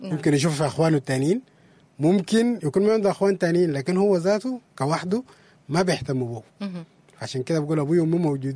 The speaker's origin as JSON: {"language": "Arabic", "country": "Sudan", "said": "ذكرياتنا احنا كسودانيين"}